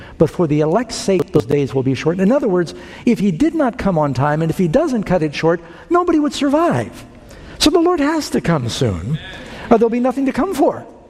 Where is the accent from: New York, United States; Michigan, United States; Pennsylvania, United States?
New York, United States; New York City; I grew up in New York City. That's a busy city. And it's a very populated city.